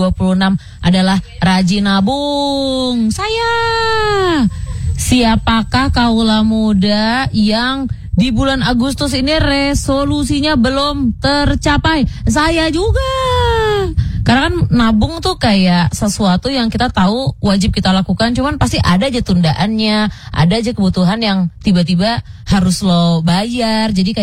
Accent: Padang, West Sumatra, Indonesia; Aku sebagai orang Padang, aku bangga banget.

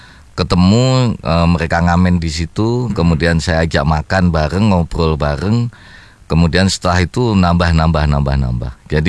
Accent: Surakarta, Central Java, Indonesia; karena saya dari Solo, saya kan seminggu sekali kan ke Jakarta kan.

